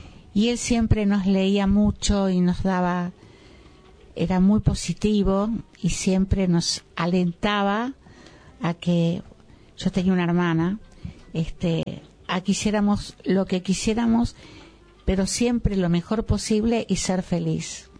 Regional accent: General Pico, La Pampa, Argentina; also born or lived in Pehuajó, Argentina; now in Buenos Aires, Argentina; Soy pampeana, nací en General Pico, La Pampa. Pero como mi padre, por su trabajo, lo trasladaban muy asiduamente, recorrimos toda La Pampa hasta que llegamos a Pehuajó, que también está en la llanura pampeana, y yo soy pehuajense adoptiva.

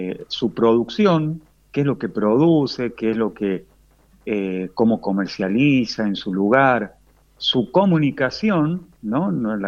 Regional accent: Argentina

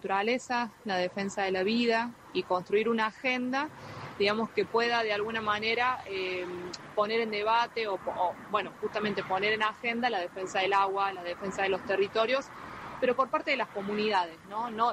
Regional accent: La Rioja, Argentina; integro la Asamblea por la Vida de Chilecito y la colectiva de mujeres defensoras del agua del Famatina. Venimos de la provincia de La Rioja

